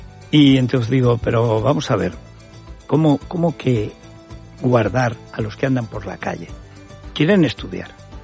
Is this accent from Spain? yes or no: yes; Aragon, Spain; una familia pobre, en un pueblo perdido, en la montaña de Teruel. El nivel de la enseñanza pública en mi pueblo, en Teruel, estaba hablando de los años 60